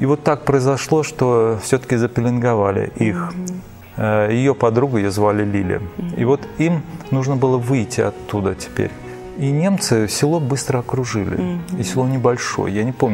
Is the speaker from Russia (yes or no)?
yes; Volgograd, Volgograd Oblast, Russia; Я родом из Волгограда. Мои родители – самые обыкновенные люди. Мама работала бухгалтером на заводе, папа тоже работал на заводе.